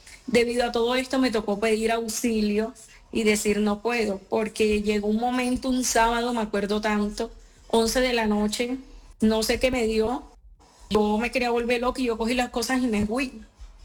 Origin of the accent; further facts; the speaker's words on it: Ciénaga, Magdalena, Colombia; moved away as an adult; also born or lived in Santa Marta; now in Medellín, Colombia; yo soy de la costa, yo soy repartida en la costa, zona bananera, Ciénaga, Santa Marta